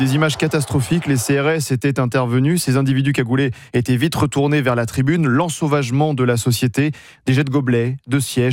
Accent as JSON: {"language": "French", "town": "Nantes", "region": "Pays de la Loire", "country": "France", "tie": "born there", "said": "Je suis né à Nantes. Le FC Nantes, c'est mon club, celui de mon enfance."}